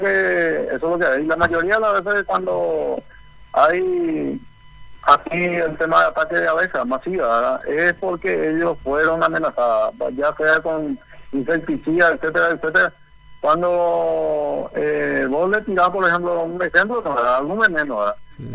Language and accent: Spanish; Paraguay; nosotros al menos que somos paraguayos